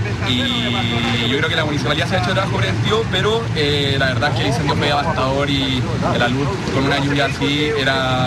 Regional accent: Chile; lo que nos define como chilenos

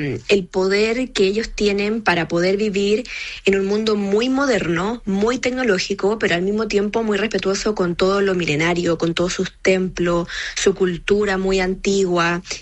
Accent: Chile

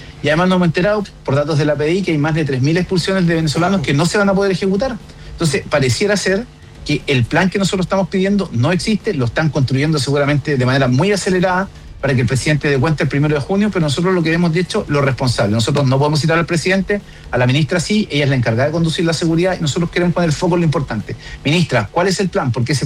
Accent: Chile; como chilenos y chilenas

